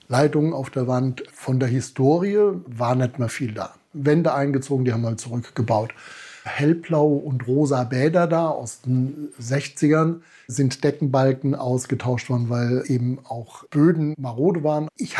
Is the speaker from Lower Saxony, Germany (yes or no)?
no; Rodgau, Hesse, Germany; Das war schon mein Kindheitstraum und ich habe auch im Rottgau, wo ich herkomme, schon in einer Scheune gewohnt.